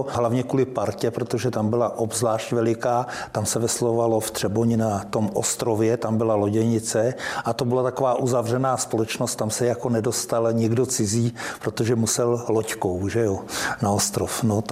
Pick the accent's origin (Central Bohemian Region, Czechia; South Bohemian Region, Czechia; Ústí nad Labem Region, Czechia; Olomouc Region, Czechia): South Bohemian Region, Czechia; České Budějovice; born there; now in Prague, Czechia; Já jsem se narodil v Českých Budějovicích